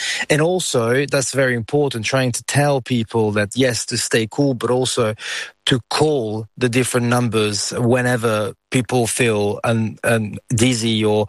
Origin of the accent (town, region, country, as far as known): southern France, France; born or raised there